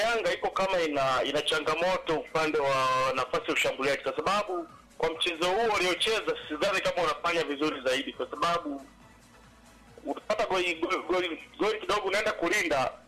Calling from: Tanzania; tunatokea Magunga Buhemba hapa.

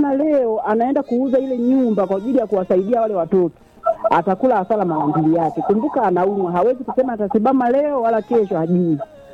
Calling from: Iringa, Tanzania; natokea Mkwawa.

